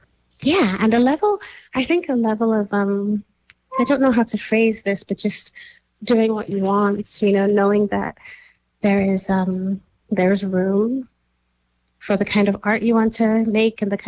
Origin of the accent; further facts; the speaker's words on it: Lagos, Nigeria; moved away as an adult; now in Halifax, Canada; I've lived since I was 23 years old. I come from Nigeria. I was born and raised in Lagos.